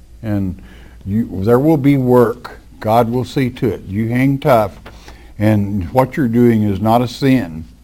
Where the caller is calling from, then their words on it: Colorado, United States; from Colorado.